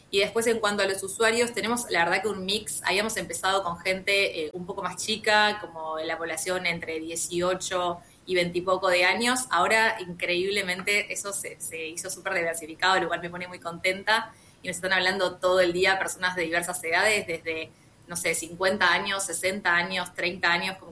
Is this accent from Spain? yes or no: no; Argentina; now in Montevideo, Uruguay; yo soy argentina viviendo en Montevideo